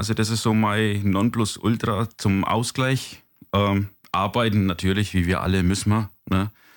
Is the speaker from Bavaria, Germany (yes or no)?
yes; Selbitz, Bavaria, Germany; komme aus Selbitz.